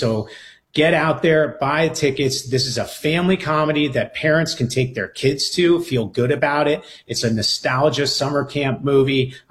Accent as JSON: {"language": "English", "town": "Palm Beach Shores", "region": "Florida", "country": "United States", "tie": "born or raised there", "said": "So I grew up in Palm Beach on Palm Beach Shores, which was"}